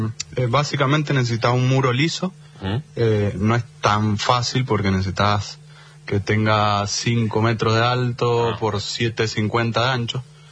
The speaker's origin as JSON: {"language": "Spanish", "town": "Guaymallén", "region": "Mendoza", "country": "Argentina"}